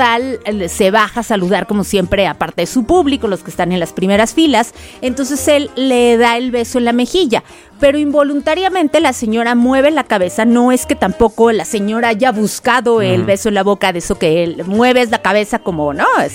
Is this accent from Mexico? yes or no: yes; Mexico; para que se note que somos mexicanos.